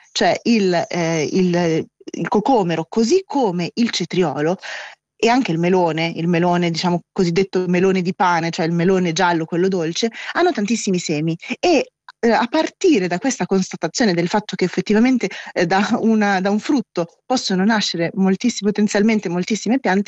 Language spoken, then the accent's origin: Italian; Milan, Lombardy, Italy; born there; also born or lived in France; now in Rome, Italy; io, che sono settentrionale, insomma, che sono nata a Milano, l'ho sempre sentito chiamare anguria, mentre invece effettivamente dove vivo ora a Roma